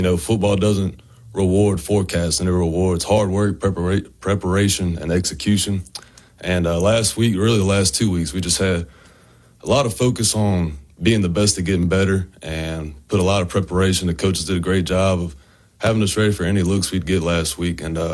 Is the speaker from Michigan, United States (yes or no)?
no; Baton Rouge, Louisiana, United States; moved away as an adult; now in Ruston, United States; growing up in South Louisiana